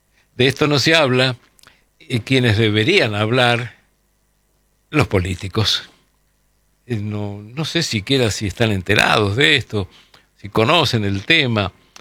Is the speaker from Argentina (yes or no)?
yes; Argentina; nosotros somos la Argentina